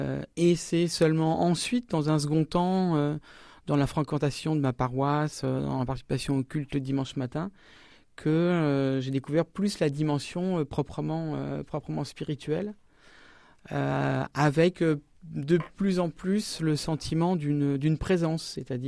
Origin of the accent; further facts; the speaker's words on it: Poitiers, Nouvelle-Aquitaine, France; Et j'ai grandi à Poitiers où il y avait une association qui existe toujours d'ailleurs, qui s'appelle le Toit du Monde